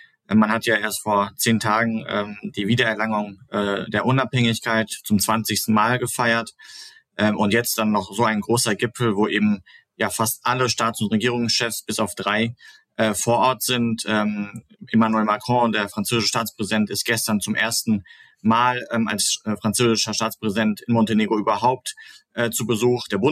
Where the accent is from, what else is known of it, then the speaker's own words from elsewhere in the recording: North Rhine-Westphalia, Germany; Ich komme aus dem Sauerland, das ist so ungefähr wie Dortmund die Größe